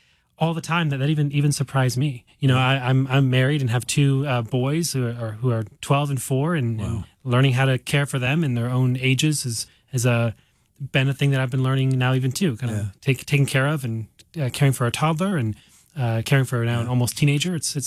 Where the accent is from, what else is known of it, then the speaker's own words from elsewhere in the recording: United States; also born or lived in Romania; I was adopted at the age of two by a loving family here in the States, and grew up in a very loving home.